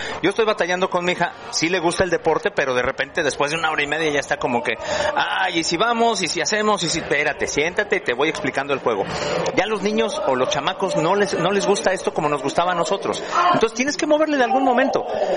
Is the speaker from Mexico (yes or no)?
yes; Mexico City, Mexico; siendo chilango